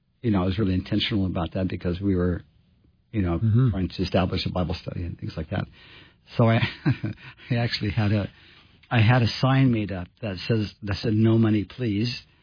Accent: Scottsdale, Arizona, United States; also born or lived in Phoenix; I was born in Phoenix, grew up in kind of Scottsdale area.

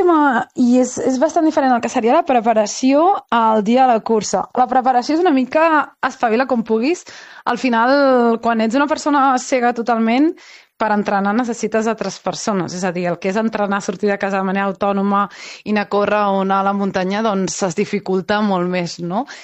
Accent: Vilassar de Mar, Catalonia, Spain

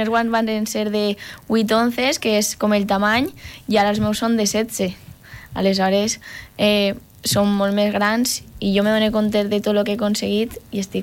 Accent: Benifaió, Valencian Community, Spain; jo soc de Benifaió i tinc 40 minuts de viatge.

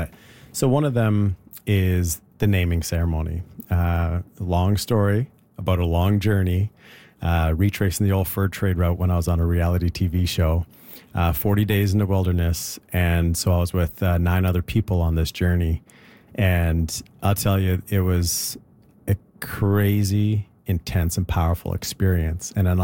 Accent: Alberta, Canada; I'm Dene from Northern Alberta.

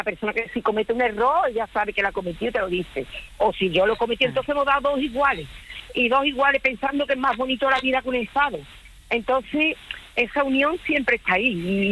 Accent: Coria, Spain

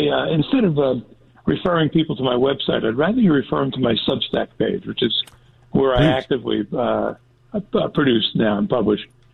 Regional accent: Newark, New Jersey, United States; Because I grew up in Newark, New Jersey, and in fact, I wrote a book about that experience.

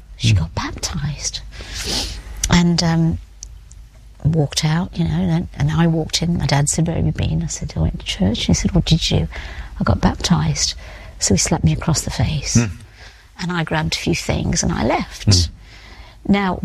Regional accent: United States; as an American, as a Christian, as a white person

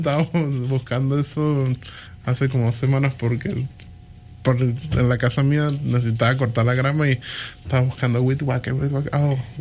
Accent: Mérida, Venezuela; moved away; Yo soy de Mérida, es una ciudad más pequeña, pero a mi punto de vista demasiado bella. Estamos como dentro de las montañas, estamos al final de los Andes.

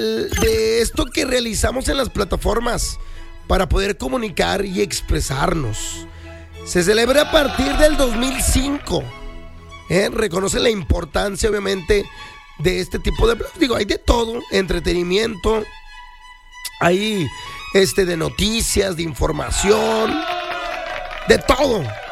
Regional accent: Mexico

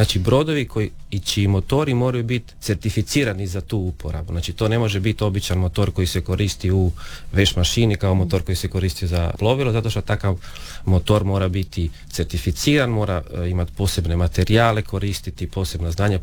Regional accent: Pula, Istria County, Croatia

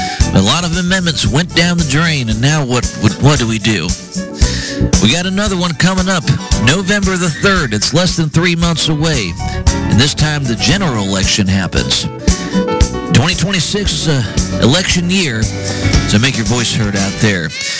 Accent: Atlanta, Georgia, United States; They're already in school in my hometown of Atlanta

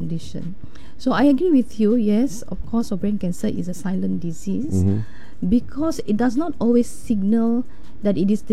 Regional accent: Semporna, Sabah, Malaysia; I'm originally from Semporna.

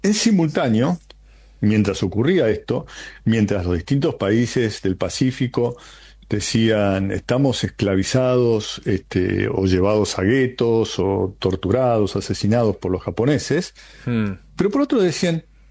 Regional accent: Argentina

